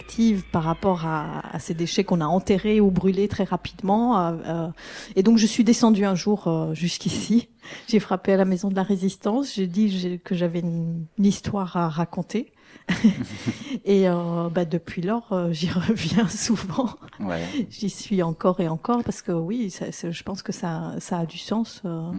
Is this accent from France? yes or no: no; Belgium; Et moi, je savais pas du tout ce qui se passait à Bure en tant que Belge.